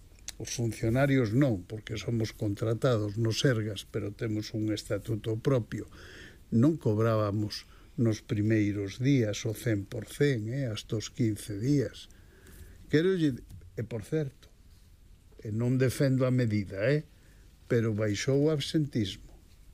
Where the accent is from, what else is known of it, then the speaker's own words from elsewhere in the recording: Vigo, Galicia, Spain; eu como son de Vigo, sígueme gustando.